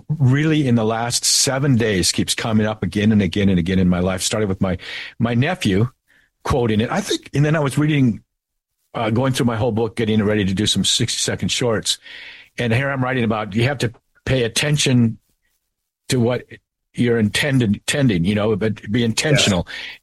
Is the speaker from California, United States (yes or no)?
yes; Santa Cruz, California, United States; now in Texas, United States; when I moved from California to Texas, I was like, I was raised in a place, Santa Cruz, where I never glistened with perspiration unless I was working up a sweat.